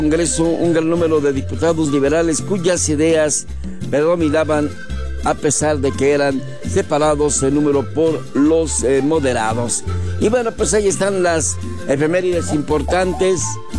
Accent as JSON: {"language": "Spanish", "country": "Mexico", "said": "Somos mexicanos y vamos a dar una buena cara al mundo, que México es un país pacífico"}